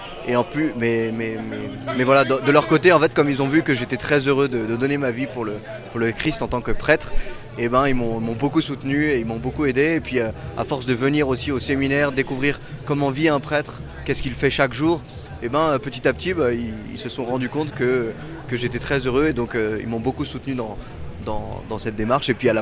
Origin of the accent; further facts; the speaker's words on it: Compiègne, Hauts-de-France, France; moved away as an adult; now in Châlons-en-Champagne, France; je suis originaire de Picardie, je grandis à Compiègne.